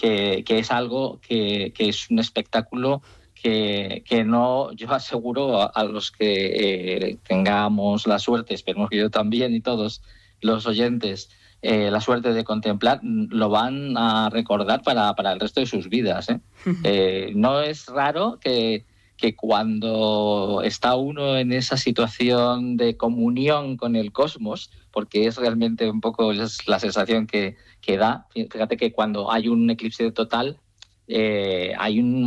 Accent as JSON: {"language": "Spanish", "town": "Turmiel", "region": "Castilla-La Mancha", "country": "Spain", "said": "Bueno, yo en mi pueblo, como te decía antes, en Turmiel, Guadalajara."}